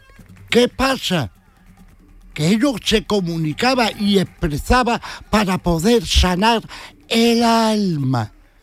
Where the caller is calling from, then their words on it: Jerez de la Frontera, Andalusia, Spain; soy de Jerez